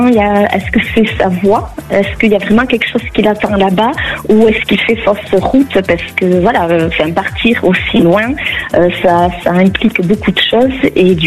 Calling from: Landes, Nouvelle-Aquitaine, France; je vous appelle des Landes.

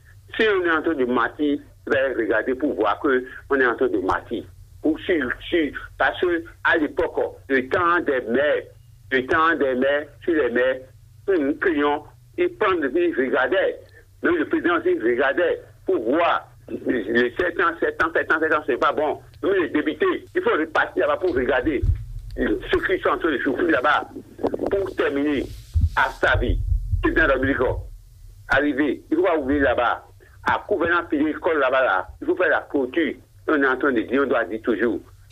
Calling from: Ouidah, Atlantique, Benin; Je vous appelle de Wida

